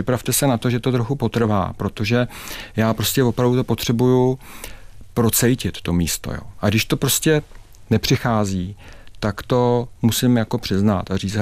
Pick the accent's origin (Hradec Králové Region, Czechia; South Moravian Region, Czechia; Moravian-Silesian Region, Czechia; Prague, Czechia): Prague, Czechia; Já jsem rozený malostraňák ze Zámeckých Schodů.